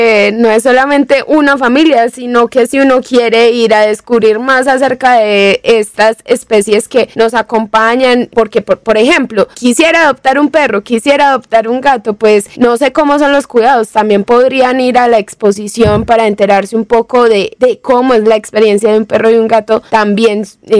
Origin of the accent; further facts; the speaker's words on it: Colombia; para nosotros como colombianos